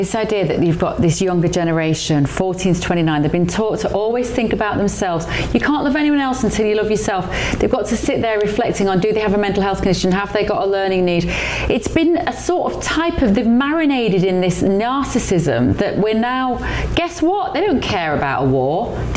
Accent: United Kingdom; And thank you for your service to America, I say as a Brit, but we do appreciate you very much so.

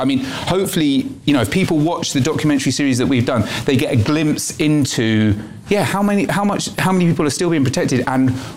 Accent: United Kingdom; We're British journalists.

